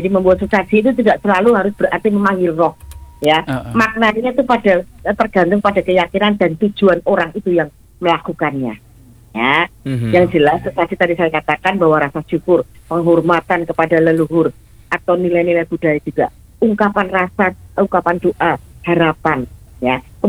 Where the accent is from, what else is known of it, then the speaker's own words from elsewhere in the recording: Java, Indonesia; Bureh kalau kita orang Jawa itu kan diborehkan ya